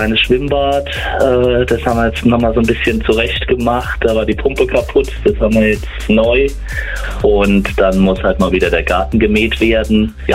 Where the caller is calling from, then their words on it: Grünstadt, Rhineland-Palatinate, Germany; Aus Grünstadt.